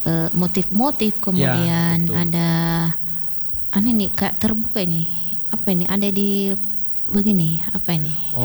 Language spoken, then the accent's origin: Indonesian; Mamuju, West Sulawesi, Indonesia; Kan tidak semua kita ini orang Mamuju mengerti ya.